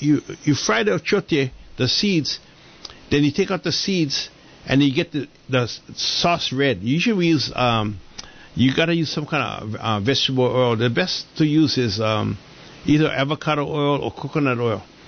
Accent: Hawaii, United States; And so you know, I grew up with in Hawaii. We grew up with all kinds of people.

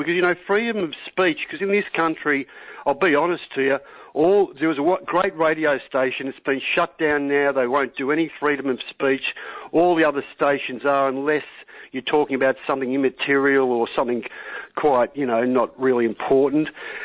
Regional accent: Australia; I am, you know, an 8th generation Australian where my forefathers built and fought in wars

